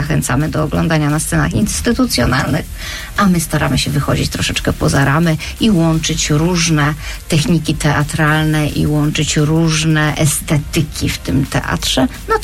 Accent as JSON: {"language": "Polish", "region": "Silesian Voivodeship", "country": "Poland", "said": "jesteśmy po prostu ze Śląska. Jest nas dużo i każdy z nas mieszka w innej miejscowości. Także jesteśmy po prostu ze Śląska"}